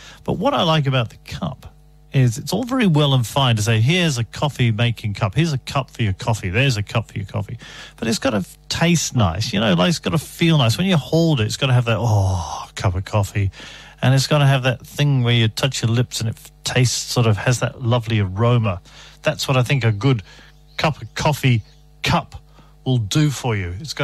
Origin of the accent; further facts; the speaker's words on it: Scotland, United Kingdom; You know I'm Scottish, right? I thought it might be scot-free.